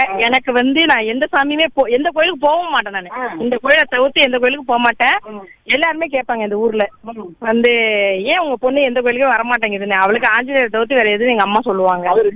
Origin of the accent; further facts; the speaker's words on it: Melapadi, Tamil Nadu, India; Melapadi.